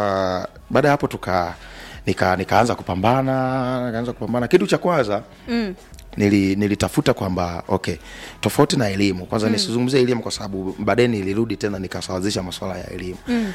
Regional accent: Morogoro, Tanzania; moved away; Yaani natoka sasa Morogoro kwa mara ya kwanza. Naenda Dar es Salaam kutafuta.

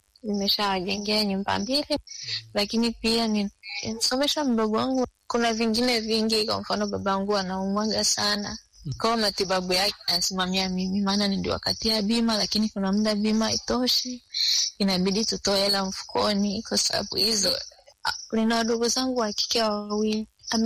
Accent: Tarime, Mara, Tanzania; Nyumbani kwetu ni Tarime.

